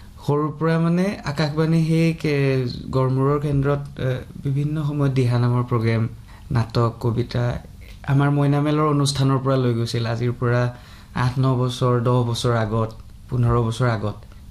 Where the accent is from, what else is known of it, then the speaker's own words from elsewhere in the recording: Assam, India; মই অসমীয়া, সৰুৰ পৰা অসমীয়া সংস্কৃতি দেখি ডাঙৰ হৈছোঁ।